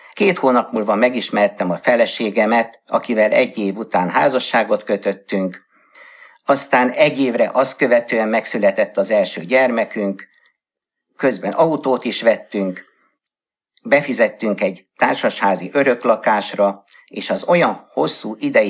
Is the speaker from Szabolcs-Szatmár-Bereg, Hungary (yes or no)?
no; Budapest, Hungary; born there; 1946-ban születtem, hamar árvaságra jutottam apa részről, Budapest külső kerületébe költöztünk Rákoskertre, ahol nem is volt templom, így a család is, magam is később gyerekként nem jártam templomba.